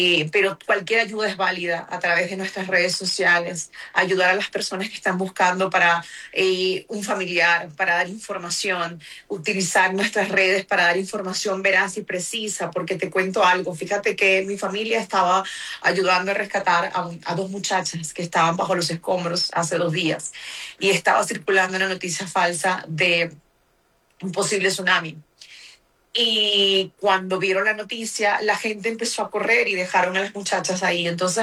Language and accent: Spanish; Mexico; mexicano, con los topos, con los rescatistas que han estado mandando ayuda a mi país, que ya están en mi país salvando vidas.